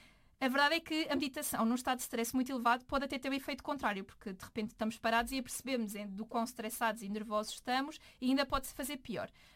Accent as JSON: {"language": "Portuguese", "region": "Lisbon", "country": "Portugal", "lives_now": "Faro, Portugal", "said": "vim viver para Faro, sou de Lisboa"}